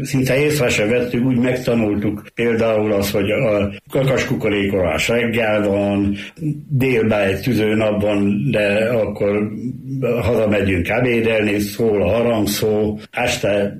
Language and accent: Hungarian; Rábasövény, Győr-Moson-Sopron, Hungary; also born or lived in Sárvár; Én Sárváron születtem, de gyermekkoromat Rábasövényben egy faluhelyen töltöttem